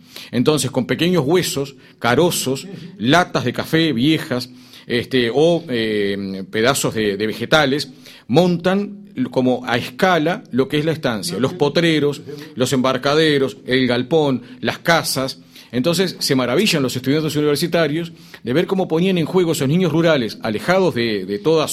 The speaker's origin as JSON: {"language": "Spanish", "region": "Canelones", "country": "Uruguay", "said": "Yo soy de Canelones, medio rural, sigo viviendo en el medio rural de Canelones."}